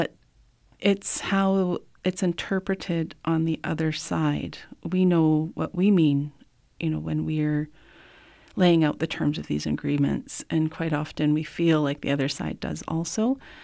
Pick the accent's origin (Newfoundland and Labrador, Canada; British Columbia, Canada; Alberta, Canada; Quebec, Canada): British Columbia, Canada; Prince Rupert; also born or lived in Masset; I was born in Masset, but I grew up in Prince Rupert, and I've returned to Masset with to raise my family.